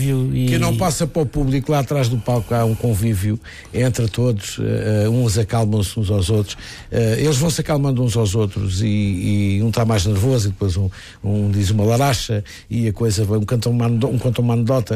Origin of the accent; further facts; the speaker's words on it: Seda, Alentejo, Portugal; eu sou de Seda, mas no concelho de Alter do Chão, eu costumo dizer na terra mais fina de Portugal